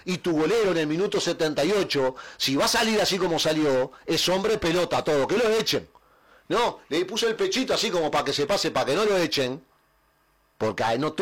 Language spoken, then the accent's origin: Spanish; Uruguay